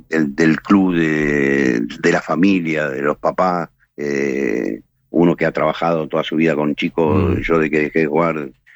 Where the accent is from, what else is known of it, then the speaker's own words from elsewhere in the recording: Moreno, Buenos Aires Province, Argentina; soy de Moreno de toda la vida, se vivía mucho más, uno nació acá, se crió acá y bueno, te conocía todo el mundo.